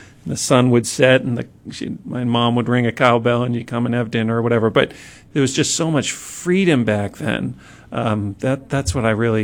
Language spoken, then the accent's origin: English; Duxbury, Massachusetts, United States; also born or lived in Boston; I was born in Boston, but grew up in Duxbury, Mass. On the South Shore.